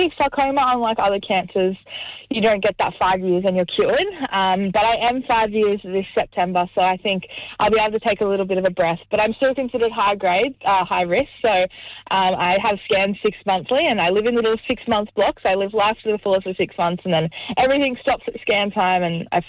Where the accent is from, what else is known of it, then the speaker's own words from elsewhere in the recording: Dubbo, New South Wales, Australia; Dubbo, originally from Dubbo.